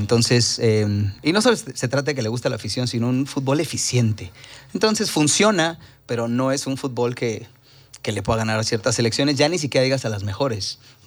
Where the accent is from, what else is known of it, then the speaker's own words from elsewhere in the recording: Mexico; Como mexicano, yo soy muy, muy realista y muy sincero con mi país. Lo amo mucho